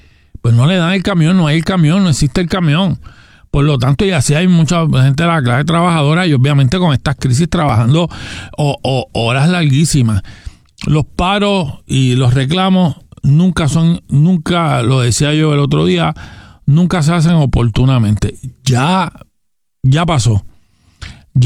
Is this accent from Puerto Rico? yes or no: yes; Gurabo, Puerto Rico; yo soy de Gurabo